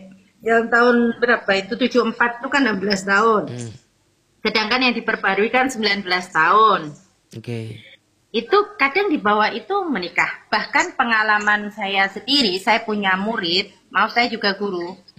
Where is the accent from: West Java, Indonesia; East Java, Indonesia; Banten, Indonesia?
East Java, Indonesia; moved away as an adult; now in Madura, Indonesia